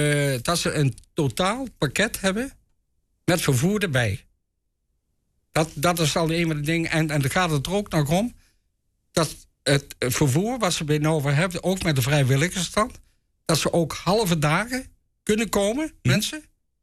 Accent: Doesburg, Gelderland, Netherlands; ik kom zelf uit Doesburg

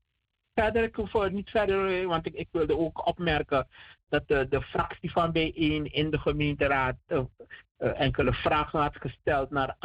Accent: Ghana; wij de diaspora van Afrika, de motherland in dit geval van Ghana, want we komen niet alleen uit Ghana

